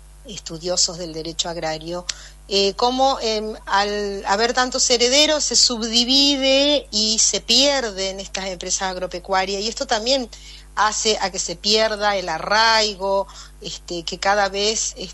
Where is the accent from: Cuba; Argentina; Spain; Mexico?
Argentina; San José de Feliciano, Entre Ríos; mi pueblo, de San José de Feliciano, un norte ganadero por excelencia, en el que ahora se está diversificando también con producción agrícola.